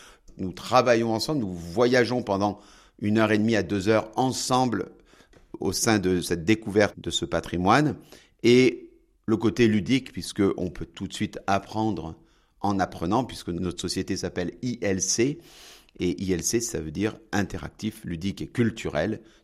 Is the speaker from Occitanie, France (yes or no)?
yes; Carcassonne, Occitanie, France; born or raised there